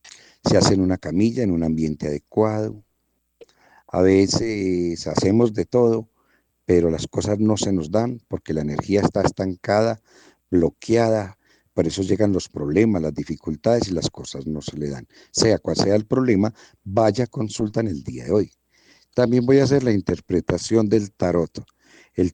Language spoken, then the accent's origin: Spanish; Antioquia, Colombia; Vamos a sacar todas esas montañeradas que tenemos como paisas